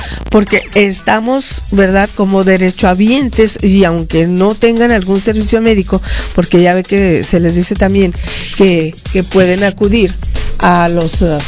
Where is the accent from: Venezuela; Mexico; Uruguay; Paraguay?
Mexico